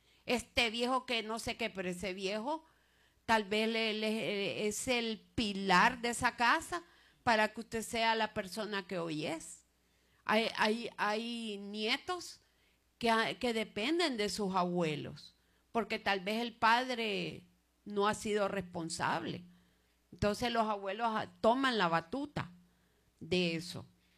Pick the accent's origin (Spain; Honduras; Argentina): Honduras; en mi país, Honduras